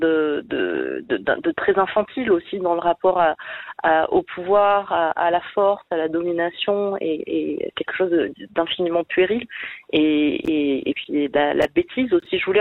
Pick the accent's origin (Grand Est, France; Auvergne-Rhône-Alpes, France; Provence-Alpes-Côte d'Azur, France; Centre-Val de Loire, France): Provence-Alpes-Côte d'Azur, France; J'ai grandi dans les Hautes-Alpes et dans un rapport très, très concret, très direct et très libre avec les éléments